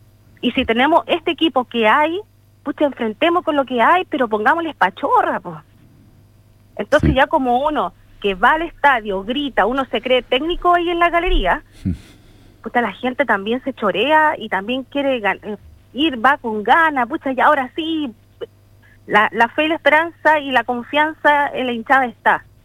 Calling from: Iquique, Tarapacá, Chile; soy iquiqueña y es mi equipo.

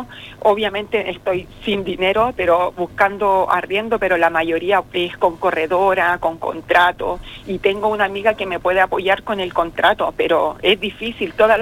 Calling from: Iquique, Tarapacá, Chile; Yo soy de Iquique.

